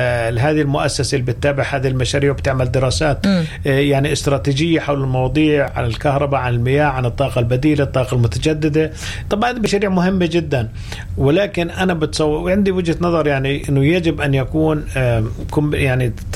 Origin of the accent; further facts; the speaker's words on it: Palestine; إحنا كمان كفلسطينيين